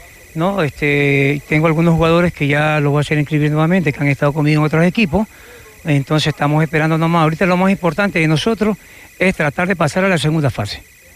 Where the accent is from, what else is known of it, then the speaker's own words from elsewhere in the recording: Manabí, Ecuador; now in Guayaquil, Ecuador; Sí, yo soy de la provincia de Manabí, soy de Valle de Caracas y ya tengo muchos años radicado en la ciudad de Guayaquil.